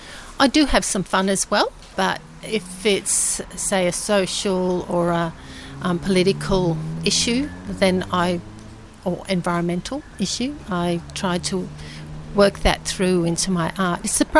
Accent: Australia; They travelled from the former Yugoslavia to Australia in the 1950s. I was born in Australia, so I am essentially Australian.

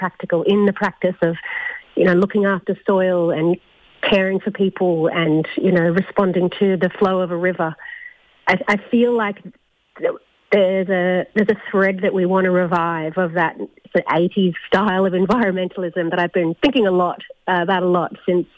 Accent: Newcastle, New South Wales, Australia; growing up in Newcastle and not having to solve problems about soil and rain and rivers.

